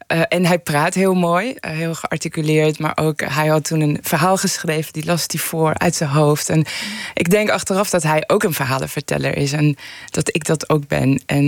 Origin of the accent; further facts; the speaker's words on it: Tehran, Tehran Province, Iran; now in Netherlands; Maar ik kom uit Teheran en ik kan niet terug. Dat was een best wel harde realiteit.